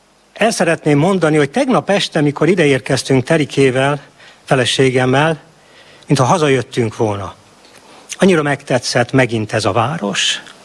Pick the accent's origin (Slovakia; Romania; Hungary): Romania; Oradea, Bihor; Én Törzsgyökeres nagyváradi vagyok. Nagyon büszke vagyok a városomra. Anyajágon nagyon-nagyon messze vissza lehet vezetni, hogy én nagyváradi vagyok.